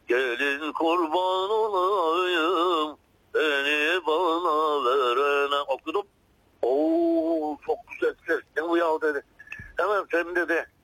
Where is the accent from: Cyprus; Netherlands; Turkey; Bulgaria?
Bulgaria; Kardzhali Province; Benim köyüm 20 hanelik bir köydü. Köy yeri diye. İsmi köy yeri. Selenke.